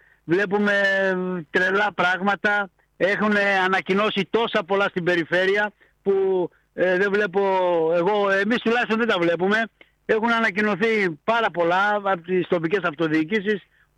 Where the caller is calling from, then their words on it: Samos, North Aegean, Greece; το ότι είμαστε Έλληνες, το ότι είμαστε Σαμιώτες